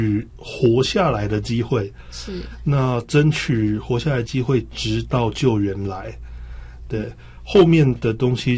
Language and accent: Chinese; Taiwan; 我们台湾人常常会隔壁就便利商店哦